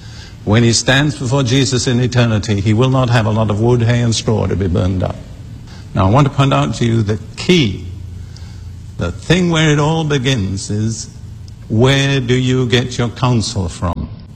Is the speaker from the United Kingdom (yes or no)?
yes; United Kingdom; I'm British, and British prone to be critical.